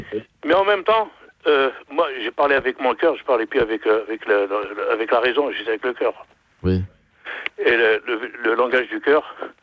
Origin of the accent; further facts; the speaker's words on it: Angers, Pays de la Loire, France; elle est de mon village natal. Elle est assez rigolo, hein, Angers, à plusieurs milliers de kilomètres quand même.